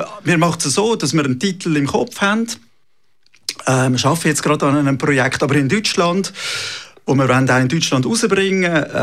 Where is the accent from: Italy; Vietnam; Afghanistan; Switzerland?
Switzerland; Wir haben super Trainer bei uns in der Schweiz, also Ballettmeisterin.